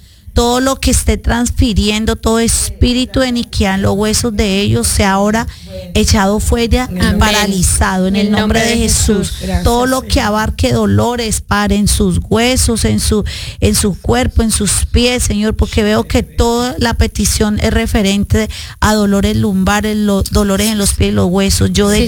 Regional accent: Guayabo, Puerto Rico; Pido oración por … Somos de Guayabo, Puerto Rico.

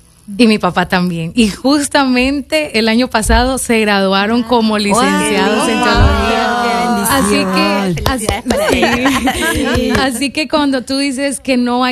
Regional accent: Nicaragua; mi mamá y mi papá, obviamente, somos nicaragüenses

